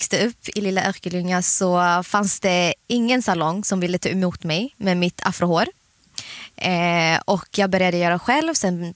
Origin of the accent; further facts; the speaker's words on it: Eritrea; Dels, jag är afrikan. Jag är ursprungligen från Eritrea, så man är van vid att peruker finns i ens kretsar